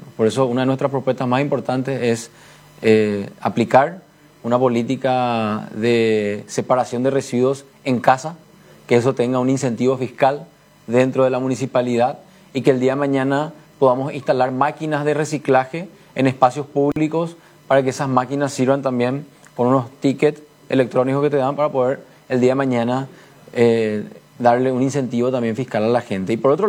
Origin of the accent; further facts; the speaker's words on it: Asunción, Paraguay; Yo, por ejemplo, nací, me malcrié en la República de Sajonia.